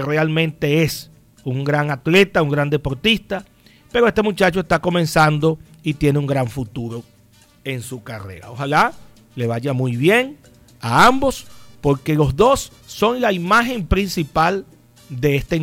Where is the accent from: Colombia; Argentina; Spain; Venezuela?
Venezuela; recomponernos como venezolanos